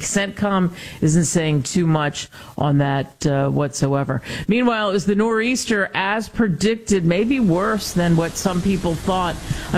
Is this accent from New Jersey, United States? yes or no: yes; New Jersey, United States; I grew up in South Jersey, just over the Philadelphia Bridge